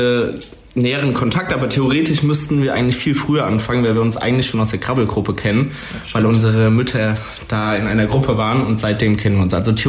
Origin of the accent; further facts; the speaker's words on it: Alzenau, Bavaria, Germany; Ich bin auch 23 Jahre alt. Komme auch aus Alzenau.